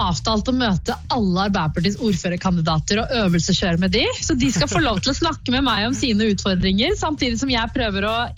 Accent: Oslo, Norway; also born or lived in Sri Lanka / Hammerfest; jeg har vokst opp i Oslo med både T-banetrikk, tog, ekspressbuss og melkerutebuss

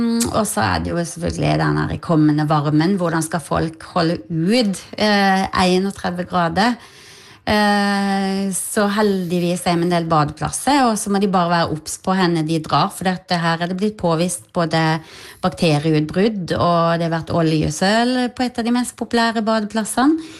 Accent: Vennesla, Agder, Norway; moved away as an adult; now in Notodden, Norway; Jeg er fra Vennesla i Agder, så ja, men jeg er fra et lite sted

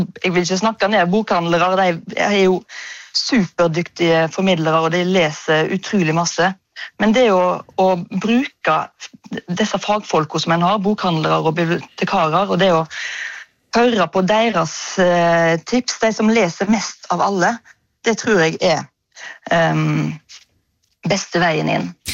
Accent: Ølen, Vestland, Norway; så hver sommer så pakket foreldrene mine i bilen, og så kjørte vi til Mosjøen fra Ølen, der jeg vokste opp

